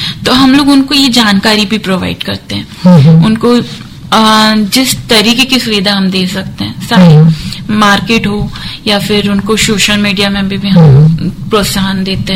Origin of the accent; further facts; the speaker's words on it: Lalbarra, Madhya Pradesh, India; جو جیسے ہم میں لال برہ بلاک سے ہوں تو وہاں پہ راجا بھوج کر کے منڈی ہے